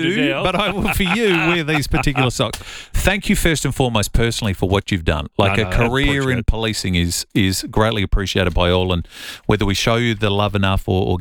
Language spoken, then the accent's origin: English; Millicent, South Australia, Australia; So I'm from the southeast, Millicent, my hometown.